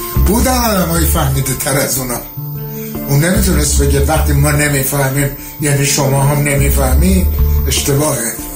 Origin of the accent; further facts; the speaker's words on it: Iran; moved away; من از ایران که اومدم بیرون، خب رفتم آمریکا.